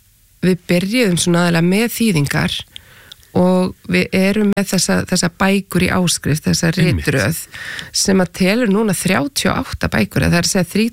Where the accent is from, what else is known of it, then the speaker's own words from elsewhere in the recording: Reykjavik, Capital Region, Iceland; also born or lived in Spain / Copenhagen, Denmark; Já, ég er borgabarn, ég er bara ólst upp í Vesturbænum.